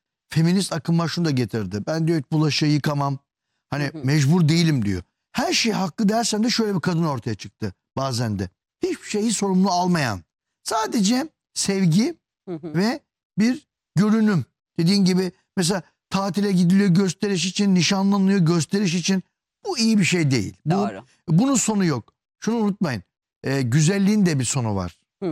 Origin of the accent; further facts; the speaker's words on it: Ödemiş, İzmir, Turkey; ben Ödemiş'te büyüdüm.